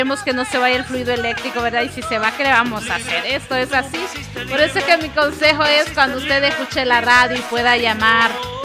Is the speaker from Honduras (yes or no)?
yes; Honduras